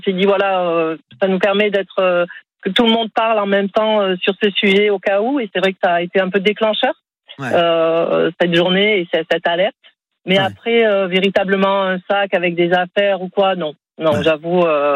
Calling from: Montpellier, Occitanie, France; Moi, je suis sur Montpellier, du coup, il y a plein de circulations

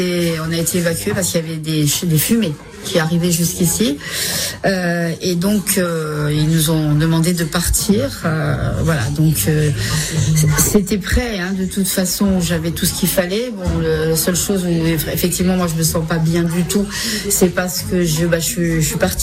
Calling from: Vinça, Occitanie, France

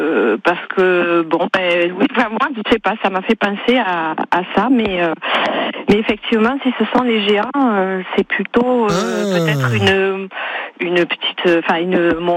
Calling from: Garrigues-Sainte-Eulalie, Occitanie, France; De Garrigues-Sainte-Eulalie.

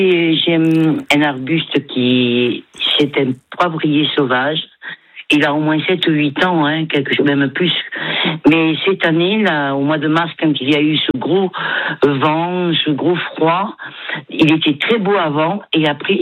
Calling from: Châteauneuf, Provence-Alpes-Côte d'Azur, France; Moi, je suis à Châteauneuf

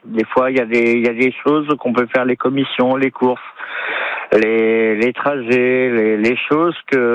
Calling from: Hérouville-Saint-Clair, Normandy, France; J'habite à Hérouville, mes enfants sont à Lisieux.

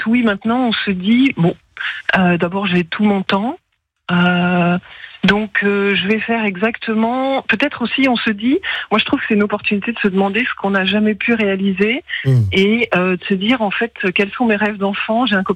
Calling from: Montastruc-la-Conseillère, Occitanie, France; À la frontière du Tarn, près de Montastruc

